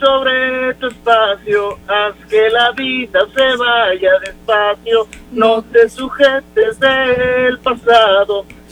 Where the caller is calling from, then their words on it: Monterrey, Nuevo León, Mexico; de Monterrey.